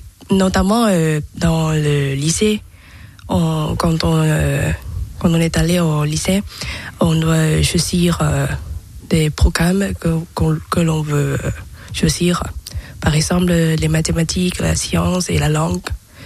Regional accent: Thailand; French is a second language; moved away as an adult; now in Besançon, France; nous sommes des étudiants en deuxième année à l'université en Thaïlande et nous apprenons le français comme majeur

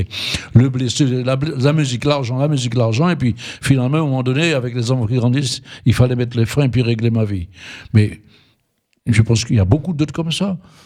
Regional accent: French Guiana; now in France; moi je suis Guyanais

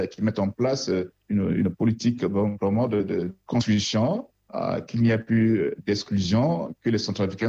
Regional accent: Central African Republic; En tant que centrafricain, nous souhaitons que dans cette république-là, que nous connaissions vraiment la prospérité, le développement

